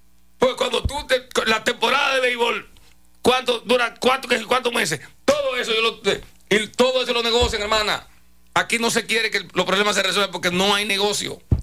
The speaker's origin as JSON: {"language": "Spanish", "country": "Germany", "moved": "yes", "lives_now": "Dominican Republic", "said": "Yo como alemán"}